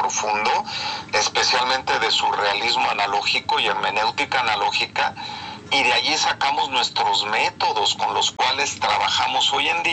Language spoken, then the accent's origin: Spanish; Mexico; moved away as an adult; now in Germany; como mexicano que ya tiene pues más de 15 años viviendo fuera del país, en Alemania específicamente.